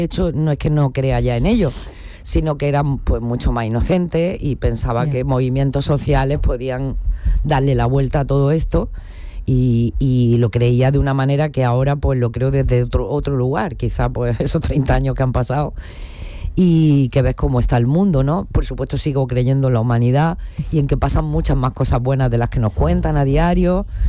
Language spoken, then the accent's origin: Spanish; La Zubia, Andalusia, Spain; born or raised there